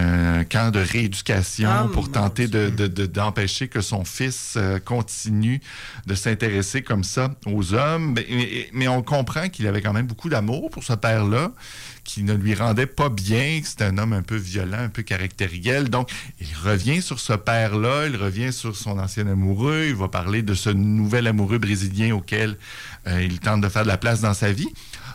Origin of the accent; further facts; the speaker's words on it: Causapscal, Quebec, Canada; pour venir de cause abscale, si on on dit ben, qu'on vient du Bas-Saint-Laurent, c'est quand même un assez large spectre